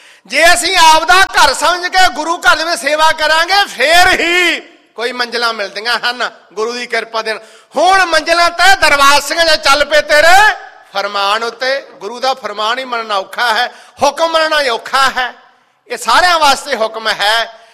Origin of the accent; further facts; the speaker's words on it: Badhni Kalan, Punjab, India; ਮੇਰਾ ਪਿੰਡ ਬਧਨੀ ਕਲਾਂ ਜ਼ਿਲ੍ਹਾ ਮੋਗੇ 'ਚ ਹੈ